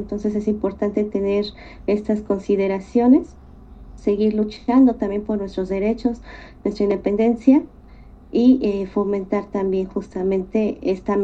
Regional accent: Mexico

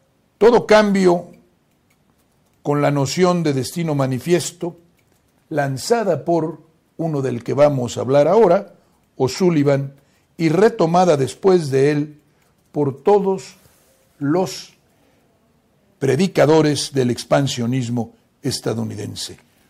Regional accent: Mexico; así somos los mexicanos

